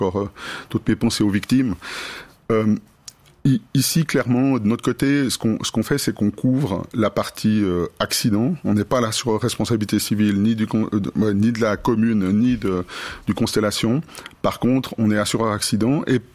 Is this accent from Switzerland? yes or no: yes; Romandy, Switzerland; parce qu'on est romand